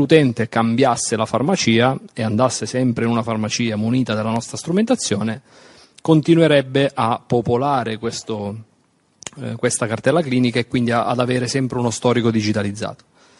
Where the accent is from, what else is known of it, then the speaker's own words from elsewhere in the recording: Calabria, Italy; Io vengo da una regione chiamata Calabria